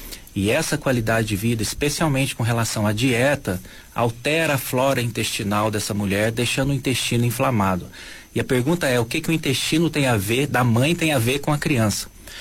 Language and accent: Portuguese; Três Corações, Minas Gerais, Brazil; born there; Então, é uma honra poder voltar depois de tantos anos, já tem 10 anos que eu não pisava nessa terra aqui